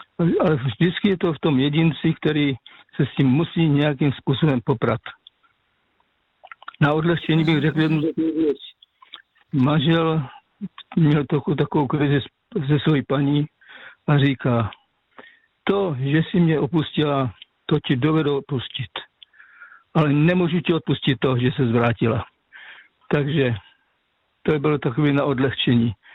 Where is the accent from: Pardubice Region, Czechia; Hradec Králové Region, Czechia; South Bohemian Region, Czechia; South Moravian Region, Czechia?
South Moravian Region, Czechia; now in Kopřivnice, Czech Republic